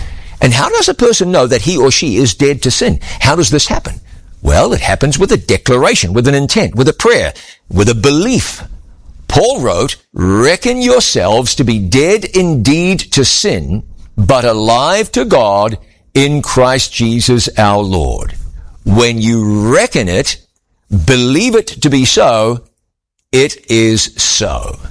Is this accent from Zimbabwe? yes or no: no; Waikato, New Zealand; born there; moved away; just 35 miles in a straight line from where I was born.